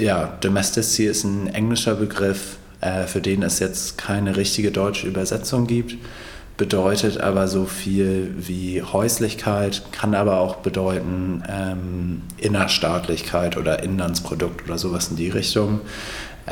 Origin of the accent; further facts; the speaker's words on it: England, United Kingdom; now in Berlin, Germany; Ich bin in England aufgewachsen und bin in einem Einfamilienhaus aufgewachsen